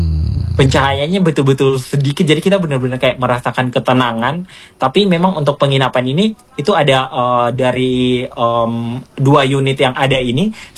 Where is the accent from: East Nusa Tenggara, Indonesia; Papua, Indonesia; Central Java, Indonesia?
East Nusa Tenggara, Indonesia; Jadi memang kalau kita suku Timor itu ada anyaman yang dipakai buat tutup masak makanan itu, ada namanya takak dan tudung.